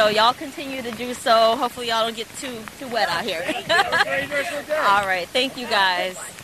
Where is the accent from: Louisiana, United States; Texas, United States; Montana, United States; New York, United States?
Louisiana, United States; New Orleans; moved away; I'm from New Orleans.